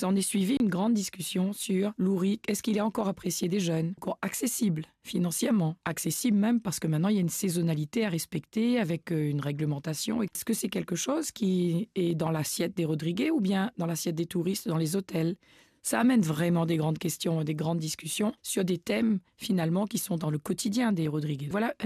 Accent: Réunion; Moi, en tant que réunionnaise

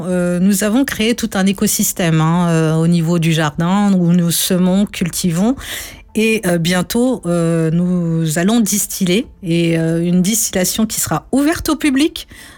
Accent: Mauritius; Eh bien, écoutez, en tant que Mauricienne, j'avais ce besoin de revenir

